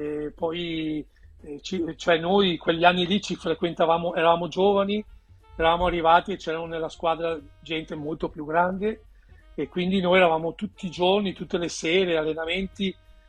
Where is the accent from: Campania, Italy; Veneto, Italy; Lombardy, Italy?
Veneto, Italy; io sono cresciuto a pane e terroni, diciamolo, da ragazzini nel nostro Veneto, nel nostro quartiere, nel nostro rione